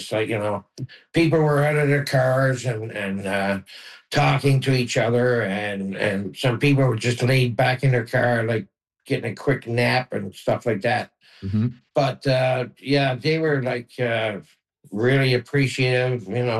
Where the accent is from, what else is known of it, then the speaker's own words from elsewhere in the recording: Newfoundland and Labrador, Canada; moved away as an adult; also born or lived in Ontario; just being a Newfoundlander.